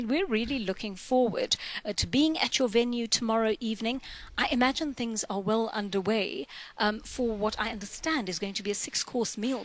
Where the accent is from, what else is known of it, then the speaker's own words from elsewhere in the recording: South Africa; And that's part of hospitality, but it's also part of being South African, isn't it?